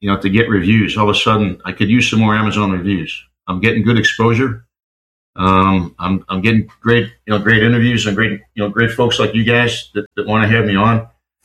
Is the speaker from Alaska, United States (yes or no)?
no; Maine, United States; born or raised there